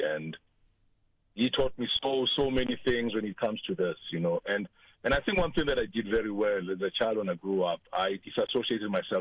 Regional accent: Mayfair, Gauteng, South Africa; also born or lived in Central Western Java (likely garbled ASR); I was born in Central Western Java, but I grew up in Mayfair.

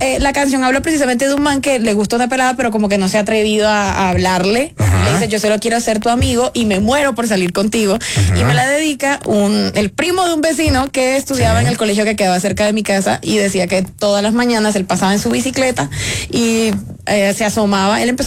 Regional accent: Caribbean Region, Colombia; Yo pues soy costeña.

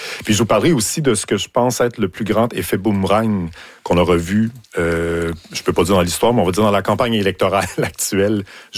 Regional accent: Quebec City, Quebec, Canada; Des crocs, mais je viens de Québec

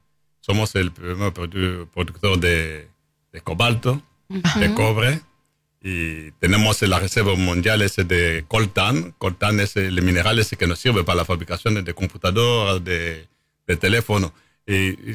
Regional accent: central, DR Congo; Spanish is a second language; Y yo soy del centro de Congo.

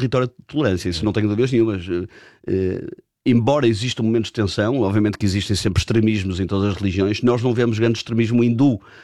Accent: Portugal; nós somos portugueses

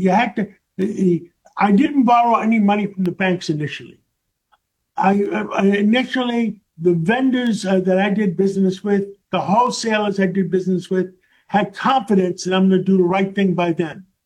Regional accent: New York City, New York, United States; I grew up in Harlem on 135th Street, and between Broadway and Amsterdam Avenue, by City College, by Lewiston Stadium up there.

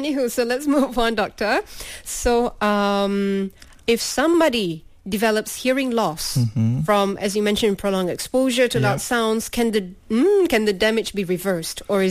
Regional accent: Perlis, Malaysia; because my hometown is really far away, Perlis.

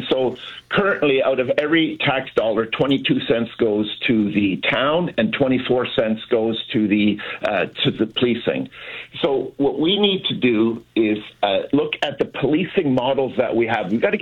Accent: Niagara-on-the-Lake, Ontario, Canada; I grew up in Niagara-on-the-Lake, and my family's here, and we're part of the fabric of the town.

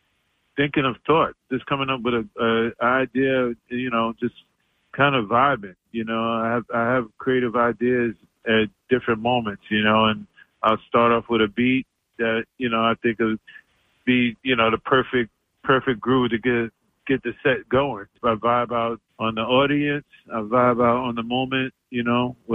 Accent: New York City, New York, United States; I grew up in New York City, which is, you know, New York City is an eclectic city, a variety of music and food and everything.

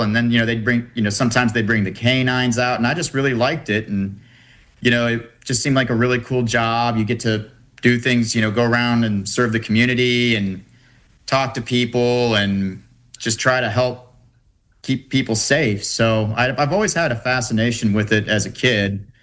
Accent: Jacksonville, Florida, United States; Well, when I was a kid growing up, I grew up in Jacksonville.

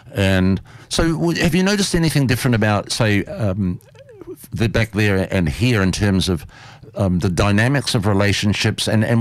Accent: New Zealand; now in Australia; I'm originally from New Zealand.

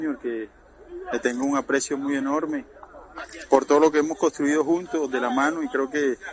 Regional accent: Barranquilla, Atlántico, Colombia; soy barranquillero y amo esta institución

